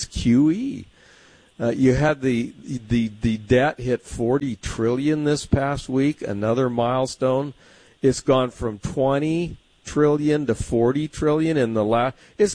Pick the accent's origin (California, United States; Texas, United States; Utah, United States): California, United States; San Diego; Well, I grew up in San Diego, which obviously is a very sunny place.